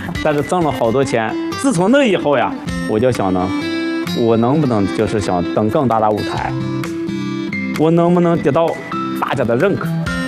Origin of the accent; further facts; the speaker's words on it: Shanxi, China; moved away as an adult; 山西呀，它就是民歌之乡。实际就我们在我们老家啊，人人会唱